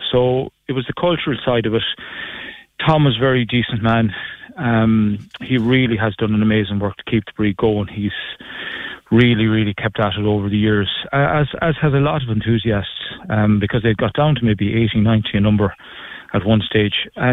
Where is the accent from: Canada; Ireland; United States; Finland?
Ireland